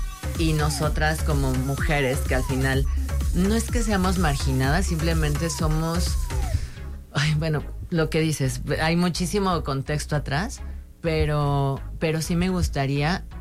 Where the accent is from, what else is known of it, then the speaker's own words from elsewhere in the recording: Mexico City, Mexico; now in Puerto Vallarta, Mexico; yo que vengo de la Ciudad de México